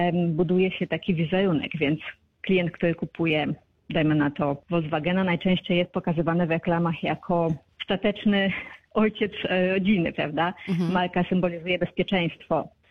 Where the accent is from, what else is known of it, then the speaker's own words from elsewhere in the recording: Radom, Masovian Voivodeship, Poland; now in Australia; Z Radomia.